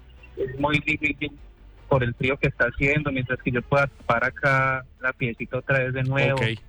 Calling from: Apía, Risaralda, Colombia; Yo estoy en Apía Risaralda.

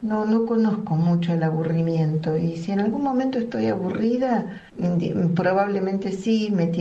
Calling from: Buenos Aires, Argentina; de Devoto.

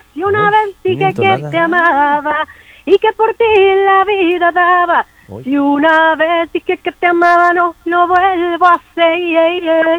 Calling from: Mexico City, Mexico; De la Ciudad de México, aquí a punto de entrar a trabajo, pero lista para cantar con ustedes.

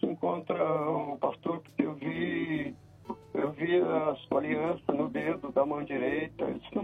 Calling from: Porto Alegre, Rio Grande do Sul, Brazil; eu sou aqui do Rio Grande do Sul

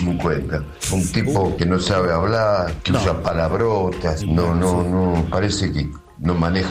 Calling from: Buenos Aires, Argentina; soy de San Telmo.

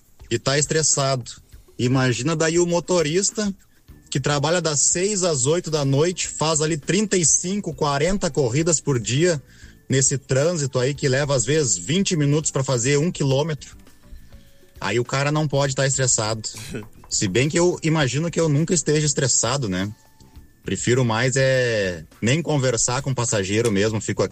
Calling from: Porto Alegre, Rio Grande do Sul, Brazil; de Porto Alegre.

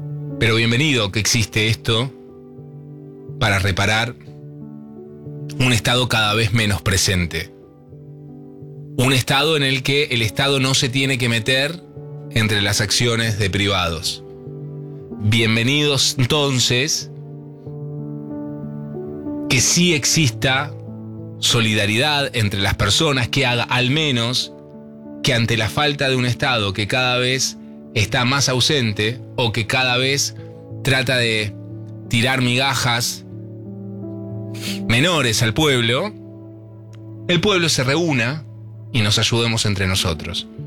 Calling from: Río Cuarto, Córdoba, Argentina; Hola Pela … de Río Cuarto, Córdoba.

